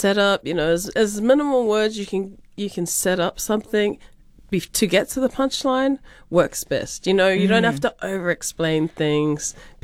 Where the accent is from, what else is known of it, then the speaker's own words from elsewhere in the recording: South Auckland, Auckland, New Zealand; we're all women, we're all Pacific, we're all from South Auckland, but we're very different people.